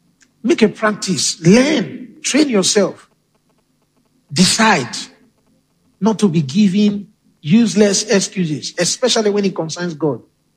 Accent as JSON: {"language": "English", "town": "Igarra", "region": "Edo", "country": "Nigeria", "tie": "born or raised there", "said": "I grew up in Igara. Some of you don't even know where Igara is."}